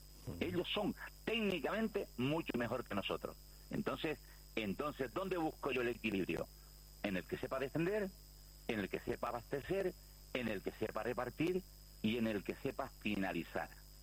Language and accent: Spanish; Canary Islands, Spain; yo soy canario enamorado de seguir entrenando a la Unión Deportiva Las Palmas